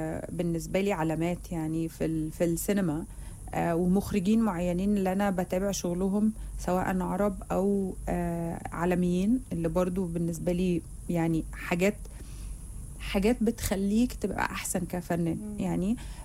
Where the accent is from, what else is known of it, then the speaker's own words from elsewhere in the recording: Jordan; عندنا في الاردن ردح مالوش